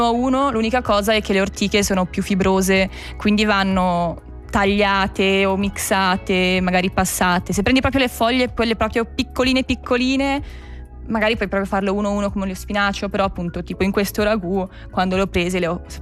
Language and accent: Italian; Graubünden, Switzerland; moved away; alla fine sono cresciuta lì, è lì praticamente casa